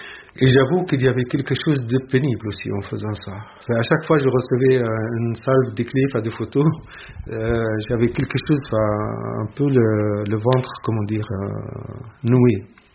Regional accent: Palestine; je suis palestinien

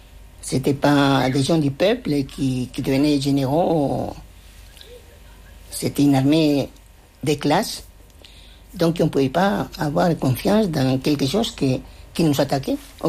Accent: Madrid, Community of Madrid, Spain; French is a second language; moved away as an adult; now in Paris suburbs, France; Je suis née à Madrid, dans une famille de 11 enfants. C'est moi l'aîné. Moi, je continue à dire que c'était des familles des immigrés espagnols, puisque mes parents, ils venaient d'une région

